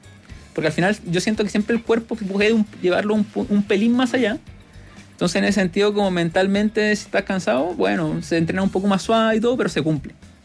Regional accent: Chile; ya a nivel como seleccionado chileno

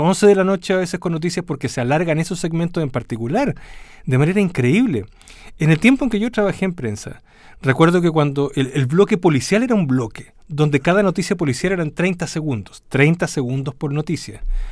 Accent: Chile; somos el país de América Latina que tiene la mayor percepción de inseguridad y de miedo

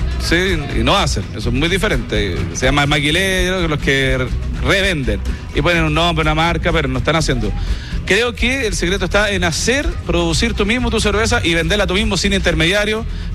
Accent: San Esteban, Valparaíso, Chile; nosotros somos de Campo de Humá, sector bajo de la comuna de San Esteban. De ahí es mi familia, gente de trabajo, de la tierra, ¿no?

